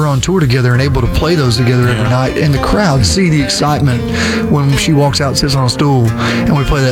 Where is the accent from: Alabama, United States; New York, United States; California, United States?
Alabama, United States; For one, I love to see my home state of Alabama winning.